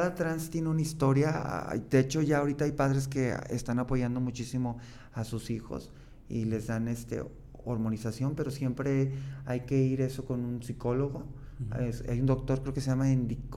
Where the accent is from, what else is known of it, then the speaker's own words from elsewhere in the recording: Guadalajara, Jalisco, Mexico; yo no soy de aquí, yo soy de Guadalajara, entonces pues yo tenía otra mentalidad